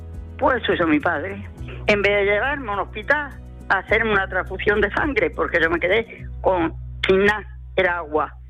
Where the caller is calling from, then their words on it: Cartaya, Andalusia, Spain; aquí de Cartaya.